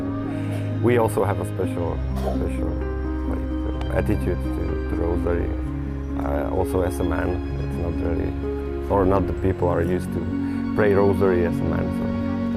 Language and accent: English; Czechia; English is a second language; I'm from Czech Republic.